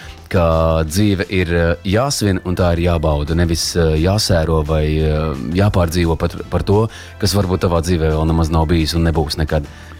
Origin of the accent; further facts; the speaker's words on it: Courland, Latvia; Nē, es kā kurzemnieks šo atstāju uz saldo ēdienu